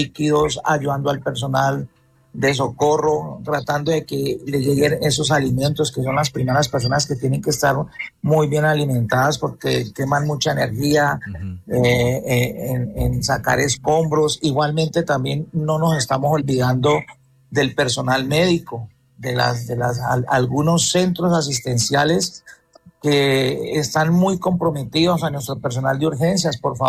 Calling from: Cali, Valle del Cauca, Colombia; Desde la ciudad de Cali.

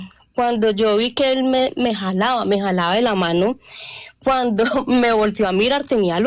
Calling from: Medellín, Antioquia, Colombia; De San Javier.

